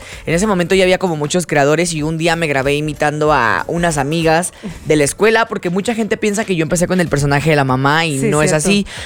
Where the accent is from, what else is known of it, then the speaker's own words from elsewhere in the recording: Tijuana, Baja California, Mexico; todavía no vivo acá, vengo muy seguido, yo creo que ya en algún momento voy a terminar estando acá, pero por ahorita sigo estando en mi tierra natal, Tijuana.